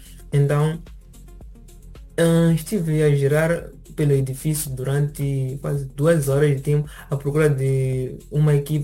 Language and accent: Portuguese; Inhambane, Mozambique; also born or lived in Maputo; now in Porto, Portugal; Sou de Inhambane, mas agora resido em Maputo.